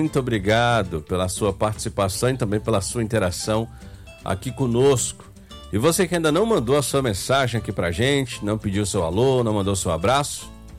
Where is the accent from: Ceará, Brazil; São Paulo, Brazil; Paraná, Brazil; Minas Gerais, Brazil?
Ceará, Brazil; Fortaleza; born there; O Mauri tá lá no Conjunto Ceará, tá na minha terra